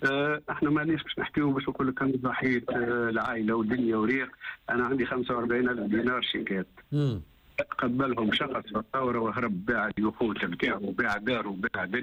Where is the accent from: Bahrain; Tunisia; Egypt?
Tunisia; moved away as an adult; أنا مواطن تونسي رجعت في 2004 لتونس، استقريت، قمت شركة نجحت شركة بالجاهي.